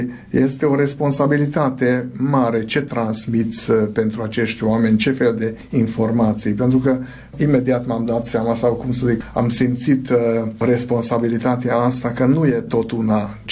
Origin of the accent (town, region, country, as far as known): Gyula, Békés, Hungary; moved away as an adult; also born or lived in Szeged